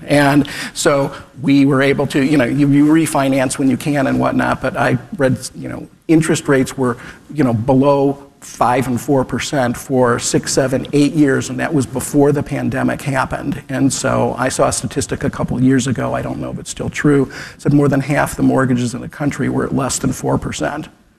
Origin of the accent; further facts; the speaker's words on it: Cleveland Heights, Ohio, United States; now in Columbus, United States; the neighborhood I live in Columbus, which is a lot like the neighborhood I grew up in Cleveland Heights, with old houses from the 1920s and 30s